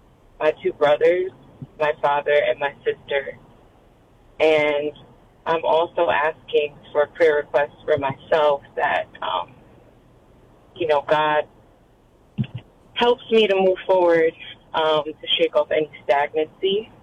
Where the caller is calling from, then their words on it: New York, United States; I'm calling from New York.